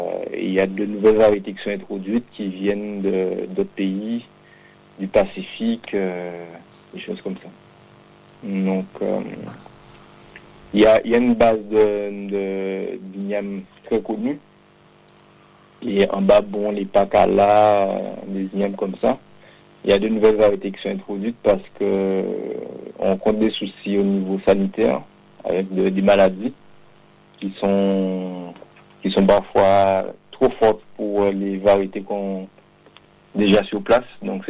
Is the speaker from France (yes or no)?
yes; Les Abymes, Guadeloupe, France; Et moi, en fait, je suis originaire des Grands Fonds, Gonfron des Abîmes.